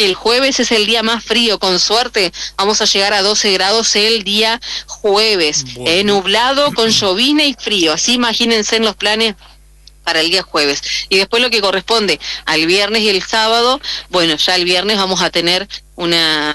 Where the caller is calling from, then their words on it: Argentina; Sí me voy a alegrar de que Argentina gane, por supuesto, porque soy argentina.